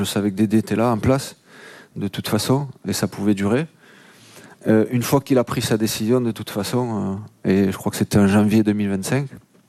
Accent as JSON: {"language": "French", "country": "France", "said": "toutes ces personnes qui ont œuvré à ce qu'on puisse gagner cette Coupe du Monde chez nous en France."}